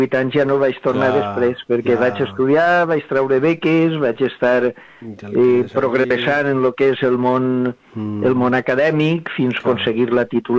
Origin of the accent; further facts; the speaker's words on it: Alcoy, Valencian Community, Spain; moved away as an adult; now in Alicante, Spain; vaig néixer en Alcoi, i vaig estudiar en Alcoi en el Col·legi La Salle i vaig estar fins als 18 anys que me'n vaig anar a estudiar a Alacant